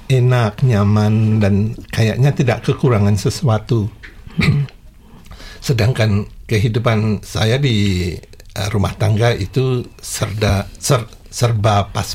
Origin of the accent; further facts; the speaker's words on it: Tulungagung, East Java, Indonesia; moved away as an adult; also born or lived in Madiun / Jakarta; saya lahir di Tulungagung, Jawa Timur. Kemudian SMA saya beralih dari Tulungagung ke Madiun.